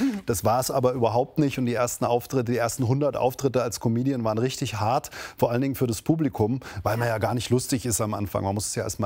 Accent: Hesse, Germany; Wir sind doch alle Hesse.

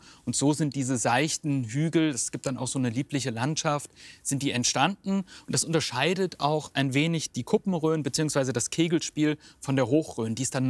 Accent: Hesse, Germany; born there; Also ich bin ja in die Rhön geboren, aber man gewöhnt sich dran.

